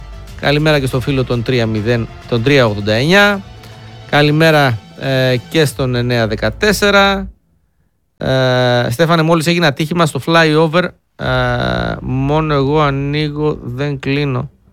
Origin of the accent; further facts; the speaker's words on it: North Aegean, Greece; Εγώ είμαι από Λέσβο και αυτοί ελέγξανε ρολόι στην Αθήνα.